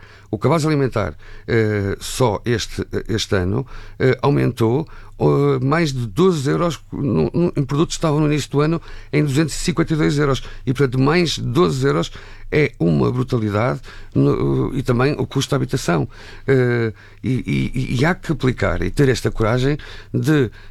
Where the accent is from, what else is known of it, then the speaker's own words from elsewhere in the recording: Norte, Portugal; Eu sou nortenho, sou de um distrito que toca com a Galiza